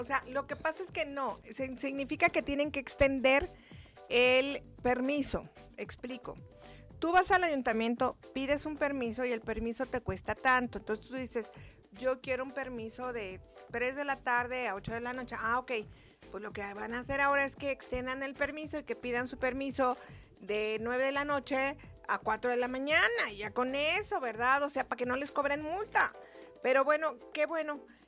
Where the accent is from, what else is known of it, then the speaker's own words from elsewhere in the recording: Mexico; soy mexicana